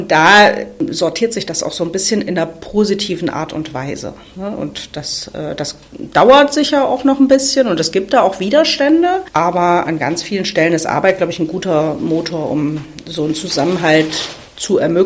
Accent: East Germany, Germany; Wo man als Ossi denkt, ernsthaft?

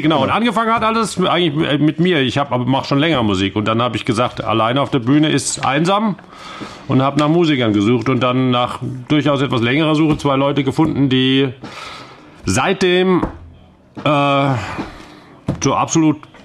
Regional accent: Southern Germany, Germany; wir kommen eigentlich aus dem Süden.

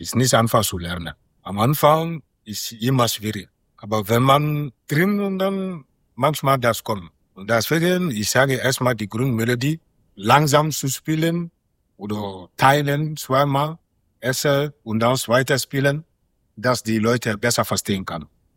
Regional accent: Niagassola, Kankan Region, Guinea; born there; German is a second language; moved away

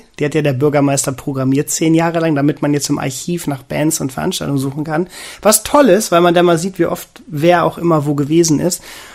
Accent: Northern Germany, Germany; Wir sind aus Norddeutschland.

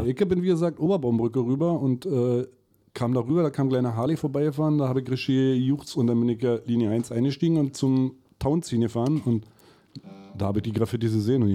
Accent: East Germany, Germany; born there; ich habe natürlich im Osten auch Beatstreet gesehen

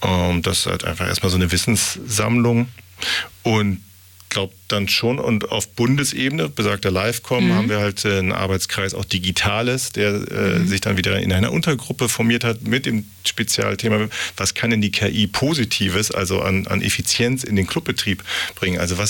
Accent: Hamburg, Germany; Das ist, nehmen wir auch als Hamburgerin wiederum viel mit.

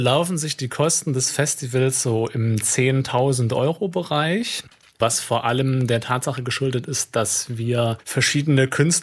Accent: Baden-Württemberg, Germany; born there; moved away as an adult; also born or lived in Cottbus; now in Chemnitz, Germany; Ich komme gar nicht ursprünglich aus Chemnitz, sondern ich bin gebürtiger Baden-Württemberger. Und dann hat es mich durch Zufall in den Osten verschlagen, habe erst einen kleinen Zwischenstopp in Cottbus gemacht, habe dann meine Partnerin hier in Chemnitz kennengelernt und bin seit 2021 hier in Chemnitz.

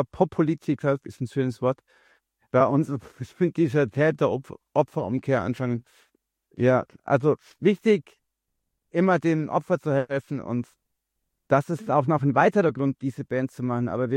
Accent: Bavaria, Germany; Dass unser ganzes Wasser aus dem Allgäu, wo ich herkomme, eben einfach in die Ukraine fließt.

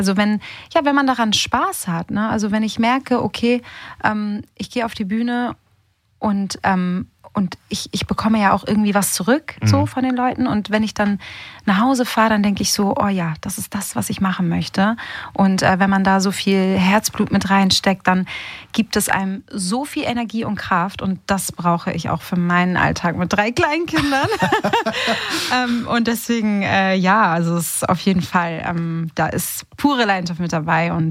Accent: Hamburg, Germany; Hamburger Mädchen mit italienischen Wurzeln. Meine Eltern sind Italiener. Genau, ich bin aber geboren und aufgewachsen in Hamburg.

